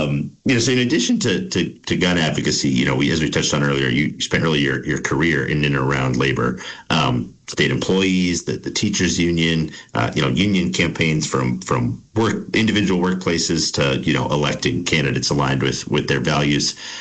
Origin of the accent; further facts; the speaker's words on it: Brattleboro, Vermont, United States; where I grew up in Windham County